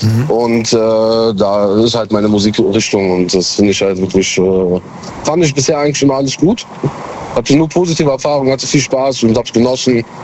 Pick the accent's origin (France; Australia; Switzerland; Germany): Germany; Mönchengladbach, North Rhine-Westphalia; Ich komme aus Gladbach, Mönchengladbach.